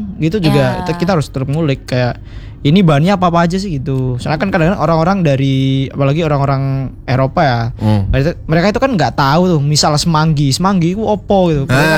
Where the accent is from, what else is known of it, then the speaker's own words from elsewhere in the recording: Surabaya, East Java, Indonesia; kita arek Surabaya itu Surabaya wani.